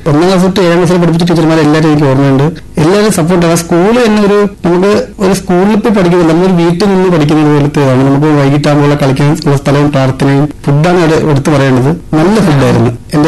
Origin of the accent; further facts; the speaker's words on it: Varkala, Kerala, India; എന്റെ സ്വദേശം വർക്കല നെടുങ്ങണ്ടെന്ന് പറയുന്ന സ്ഥലത്ത്.